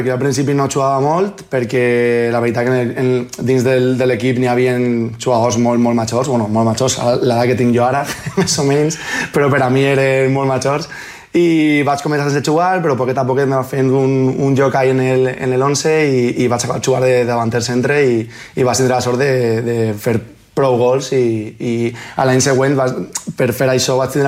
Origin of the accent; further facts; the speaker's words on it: Valencia, Valencian Community, Spain; Jo sóc de València des de xicotet i sempre m'ha agradat Aymar